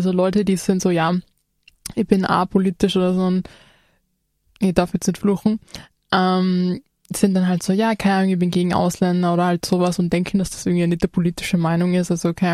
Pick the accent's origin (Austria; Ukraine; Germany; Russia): Austria; als Österreicherin